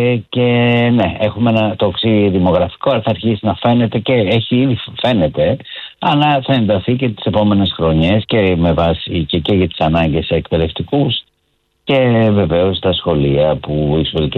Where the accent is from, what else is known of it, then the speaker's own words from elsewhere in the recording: Peloponnese, Greece; also born or lived in Arcadia; επειδή είμαι γιος εκπαιδευτικού και κατάγομαι από την Αργολίδα